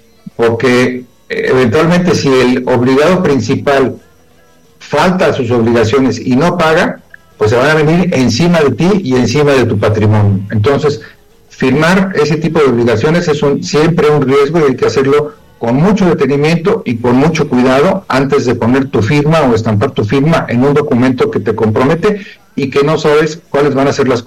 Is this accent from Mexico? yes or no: yes; Mexico; no se esperen como buenos mexicanos a hacer la cita el 30 de septiembre